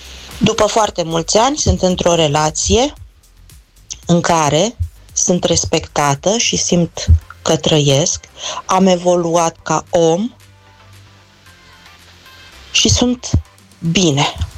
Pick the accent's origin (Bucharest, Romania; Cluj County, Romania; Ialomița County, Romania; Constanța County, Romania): Constanța County, Romania; Constanța; Dimineața, dragilor, sunt din Constanța. După o copilărie foarte grea, m-am căsătorit la 18 ani